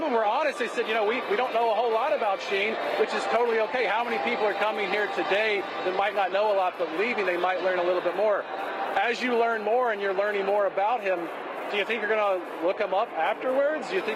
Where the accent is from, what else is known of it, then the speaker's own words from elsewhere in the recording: Kentucky, United States; Full disclosure, I grew up in Kentucky. I recognize the shirts.